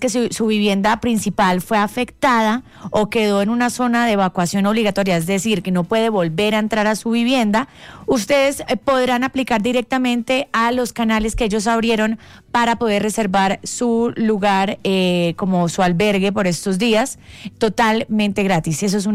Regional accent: Colombia; Ver cómo todos los centros de acopio están llenos de ayuda, eso definitivamente nos define como personas, como colombianos que somos, y nos llena el alma.

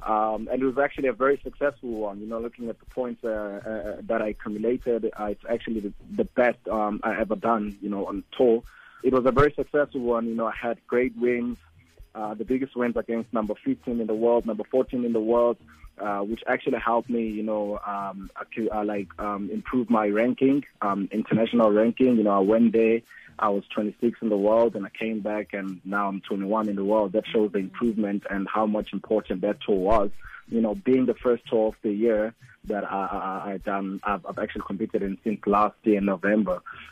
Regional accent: Harding, KwaZulu-Natal, South Africa; also born or lived in Umlazi; I was born there, and then after 5 years, when I was five, after my mother passed away, then I moved to Harding. That's where I stayed with my granny.

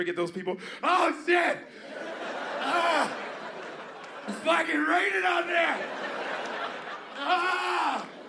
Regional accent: Chicago, Illinois, United States; See, I grew up in Chicago, so it was all creepy.

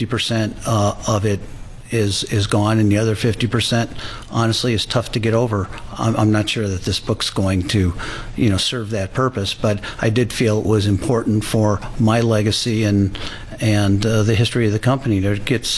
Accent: Hammond, Indiana, United States; born there; moved away; Hammond, Indiana is right next to Gary, East Chicago, where I was born in Chicago, filled with oil refineries and steel mills.

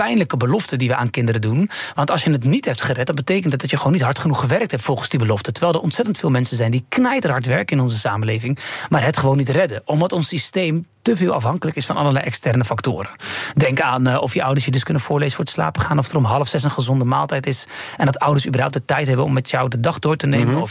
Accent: Bleiswijk, South Holland, Netherlands; also born or lived in Rotterdam; ik ben een jongen geboren in Rotterdam. Opgegroeid in Bleiswijk. Sprak goed ABN

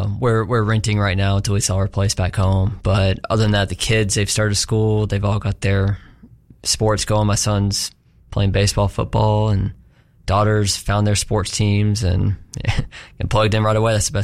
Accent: Chattanooga, Tennessee, United States; born there; So I was born in Chattanooga, and then my parents were both born and raised in the state.

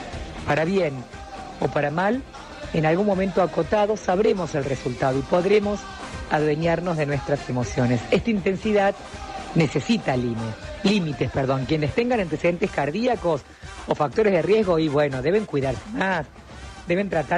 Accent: Argentina; Acuérdate siempre, seguimos siendo argentinos, que la pasión nos invada

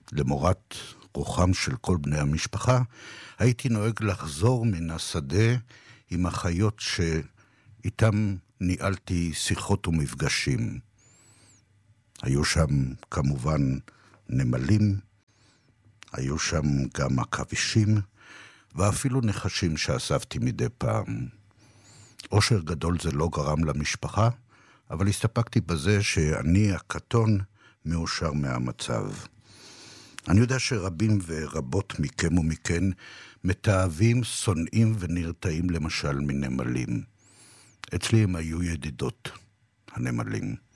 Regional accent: Herzliya, Tel Aviv District, Israel; ביתי כילד בהרצליה היה מוקף שדות ומאחוריהם פרדסים.

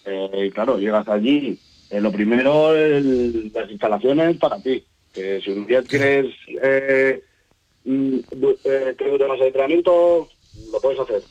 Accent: Casas de Juan Núñez, Castilla-La Mancha, Spain; Yo estaba con mi pueblo de Casas de Juan Núñez y me lo crucé hace muchísimos años.

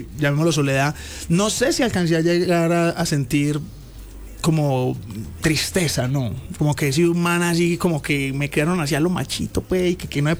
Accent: Colombia; Yo soy un artista colombiano.

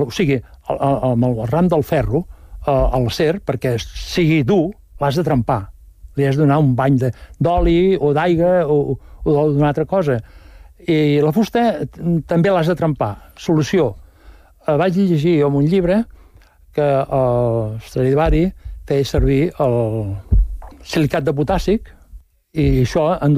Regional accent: Mas Rampinyo, Catalonia, Spain; perquè soc de Mar Rampinyo, sabeu on és? Montcada Reixac, entre Montcada Reixac i la Llagosta hi ha Mar Rampinyo. Bueno, que tots eren pagesos abans.

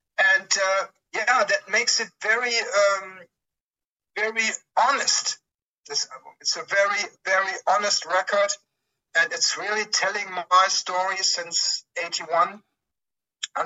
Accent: Germany

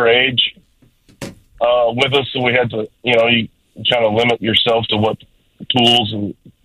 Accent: Festus, Missouri, United States; I grew up in Lower Jefferson County

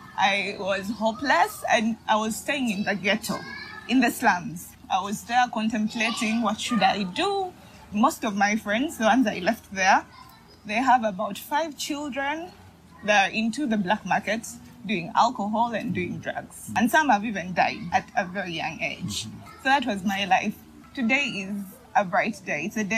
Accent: Uganda; I'm a girl from Uganda and I am a princess from the Project Princess Initiative.

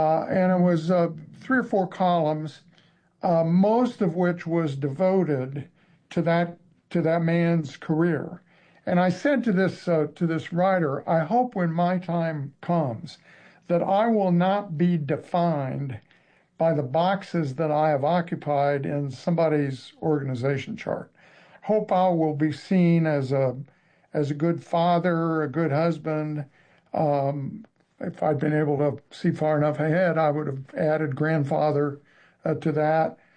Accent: Remington, Indiana, United States; how did a kid from Remington, Indiana, and a high school class of 41 people find himself sitting in a bar drinking beer

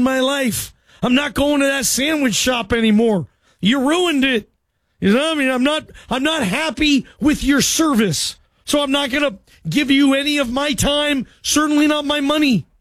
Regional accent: Seattle, Washington, United States; And grew up a huge Seattle Seahawk fan. I'm from Seattle.

